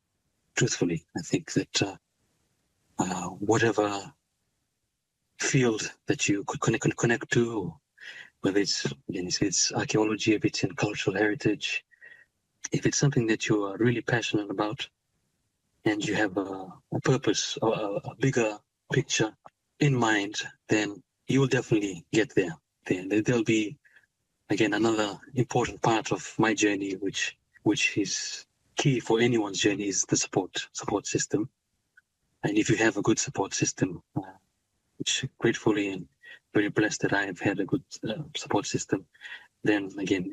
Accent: Fiji; also born or lived in Vanua Levu; back to my roots, back to my homeland in Bono Levu. I spent much of my time growing up in Viti Levu, the other island near Suva. So myself and my family, we were often away from our homeland

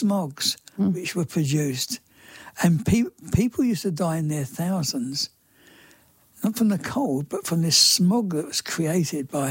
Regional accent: England, United Kingdom; moved away; I come from England originally

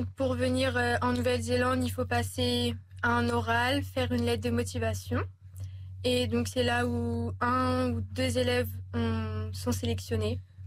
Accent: France; now in Aurigné (near Château-Gontier), France; Je suis française. J'habite à Aurigné, un petit village à côté de Château-Gontier. Et je suis au lycée à Saint-Michel, Château-Gontier.

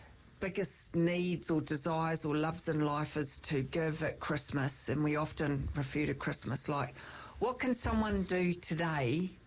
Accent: New Zealand; I'm from Lovin

